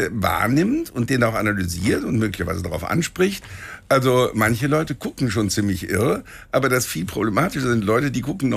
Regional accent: Rhineland, Germany; nein, ich bin Rheinländer, wir sind Norditaliener.

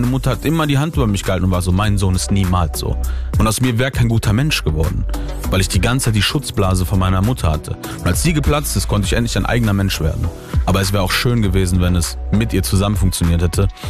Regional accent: Italy; Also ich bin Italiener

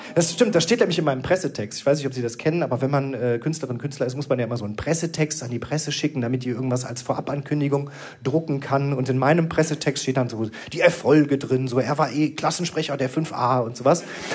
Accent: Krefeld, North Rhine-Westphalia, Germany; Denn ich bin aufgewachsen in der Nähe von Paris. In Krefeld.

